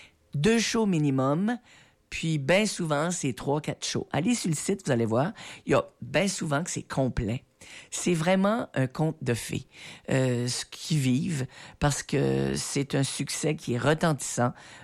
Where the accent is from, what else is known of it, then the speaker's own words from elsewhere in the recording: Tracadie, New Brunswick, Canada; je viens de Tracadie.